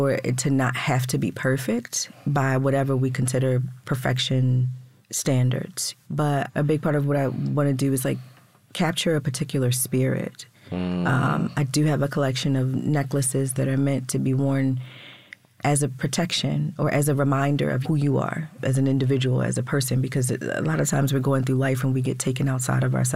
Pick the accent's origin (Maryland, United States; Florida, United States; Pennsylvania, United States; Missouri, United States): Maryland, United States; Baltimore; Here. Okay, Baltimore and Northern Maryland.